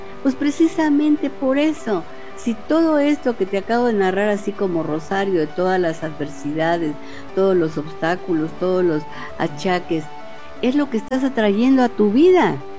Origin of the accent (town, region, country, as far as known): Mexico